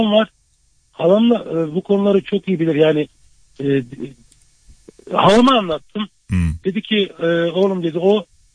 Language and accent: Turkish; Ardahan Province, Turkey; Bu arada ben Ardahanlıyım. Sen Kars'ın hemşeriyiz yani, sıkıntı yok.